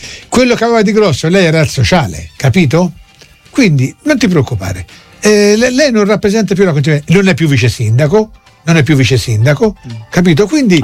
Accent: Pescaiola, Tuscany, Italy; io che sono di Pescaiola, no, perché no, sarei troppo lontano.

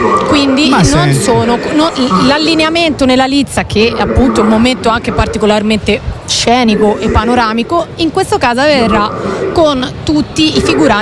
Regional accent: Arezzo, Tuscany, Italy; se siamo aretini da qualche parte s'abiterà, no?

